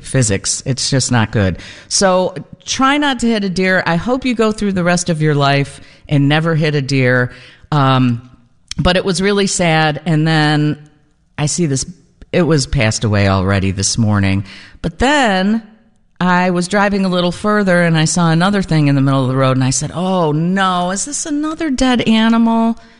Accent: Chicago, Illinois, United States; I'm like, "Remember … from Chicago."

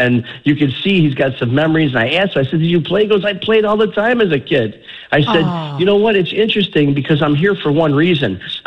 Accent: Chicago, Illinois, United States; he heard I was from Chicago

